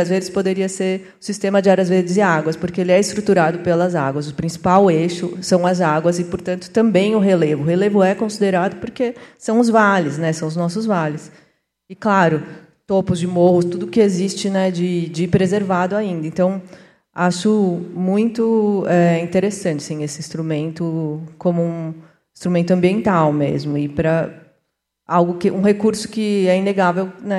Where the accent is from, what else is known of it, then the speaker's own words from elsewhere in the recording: São Paulo, Brazil; moved away as an adult; now in Araras, Brazil; a minha experiência de São Paulo, eu sou de São Paulo, estou aqui faz 5 anos.